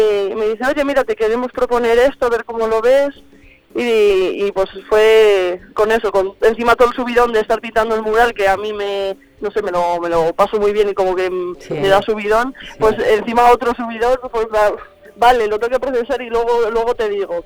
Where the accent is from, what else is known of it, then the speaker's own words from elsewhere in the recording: Zamora, Castile and León, Spain; now in Valencia, Spain; nosotros no estamos orgullosos ni tenemos como esa lucha de decir, no, yo soy zamorano por encima de todo